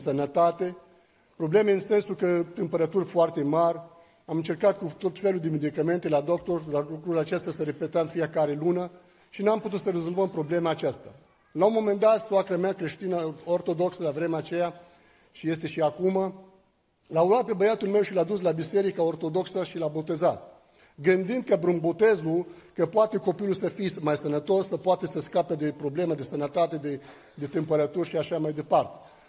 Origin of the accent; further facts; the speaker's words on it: Lebanon; now in Bucharest, Romania; sunt din Liban, m-am născut dintr-o familie de musulmani și aici. Suntem 9 copii, 3 băieți și 6 fete.